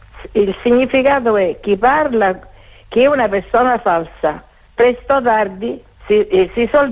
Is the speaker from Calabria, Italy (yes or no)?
no; Messina, Sicily, Italy; accent: Messinese dialect; da Messina e vorrei dire un proverbio nel mio dialetto messinese.